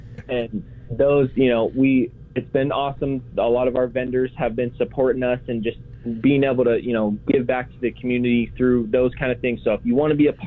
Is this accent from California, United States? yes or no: yes; Ramona, California, United States; to be a part of Ramona, and for me to be able to represent my hometown